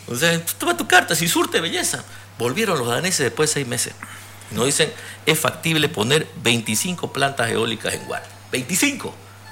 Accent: Bolivia; uno queda mal como boliviano

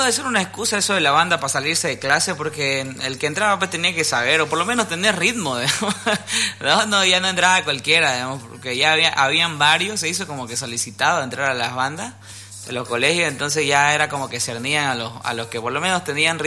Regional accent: Jorochito, Santa Cruz, Bolivia; yo soy de Majallacito, digamos, un pueblito que se llama Jorochito.

